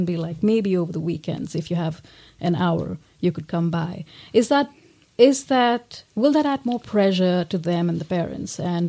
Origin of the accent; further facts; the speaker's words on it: India; moved away; we're from India originally